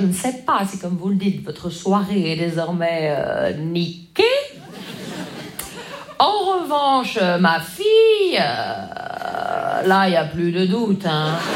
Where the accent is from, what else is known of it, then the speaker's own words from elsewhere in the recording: Grand Est, France; Vous savez, moi, je viens des Vosges.